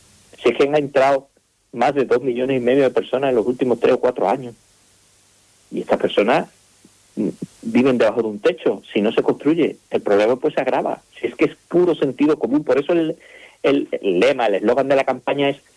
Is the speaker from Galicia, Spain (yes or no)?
no; Cádiz, Andalusia, Spain; que es una maldición que tenemos los de Cádiz